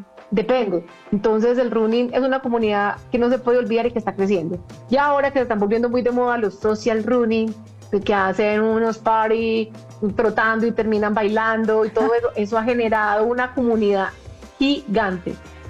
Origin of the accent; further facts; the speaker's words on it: Colombia; nos conozcan como gente, como colombianos que somos